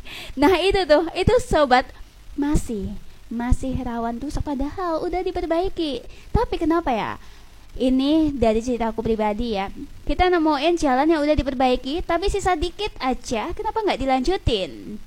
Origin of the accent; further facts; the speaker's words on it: Lamongan, East Java, Indonesia; aku spill dulu desaku nih. Kamu mungkin udah cukup familiar dengan nama Desa Pajangan Sukodadi ya sobat ya.